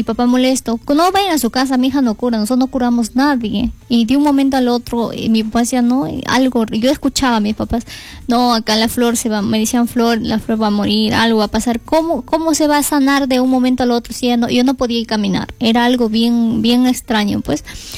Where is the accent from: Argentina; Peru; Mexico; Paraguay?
Peru; Cajamarca; soy de Cajamarca